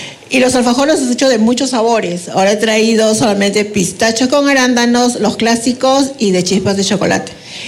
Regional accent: Peru; porque tenemos muchas influencias como peruanos que somos

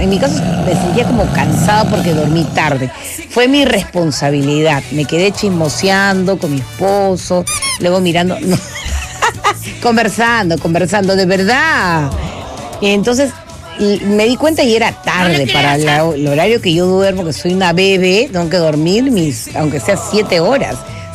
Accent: Peru

